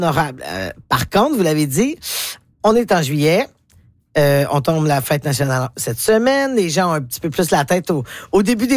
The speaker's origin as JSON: {"language": "French", "region": "Quebec", "country": "Canada", "said": "Voilà, je suis de la Chaudière."}